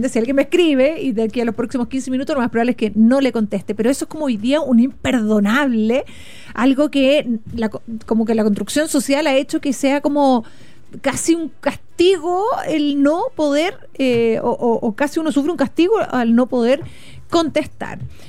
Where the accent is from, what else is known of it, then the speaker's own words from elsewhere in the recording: Chile; Yo soy de Ozón